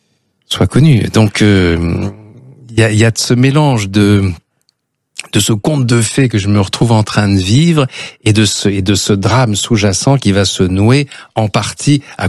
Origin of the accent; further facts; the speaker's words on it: Nice, Provence-Alpes-Côte d'Azur, France; au salon du livre de Nice, en fait, c'était là que se donnait le prix, dans ma ville natale